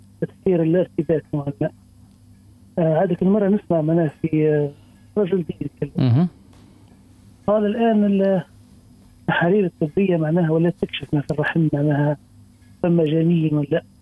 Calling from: Chebba, Mahdia Governorate, Tunisia; من شيبة المهدية.

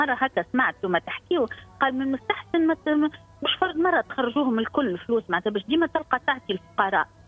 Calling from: Manouba, Tunisia

